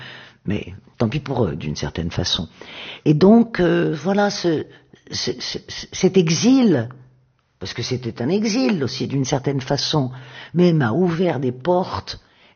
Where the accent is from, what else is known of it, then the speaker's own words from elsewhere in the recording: Yaoundé, Centre, Cameroon; born there; Et je suis allé très vite au lycée, le lycée général Leclerc de Yaoundé.